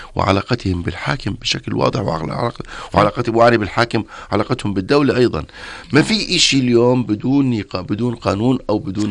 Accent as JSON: {"language": "Arabic", "country": "Jordan", "said": "لما ذهبنا نحن أردنيين إلى المدارس."}